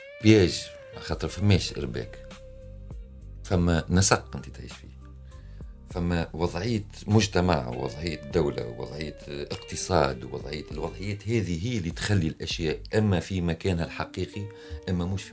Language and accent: Arabic; Tunisia; رواحنا غدو احنا كتونسي شنو كيفاش نتصور رواحنا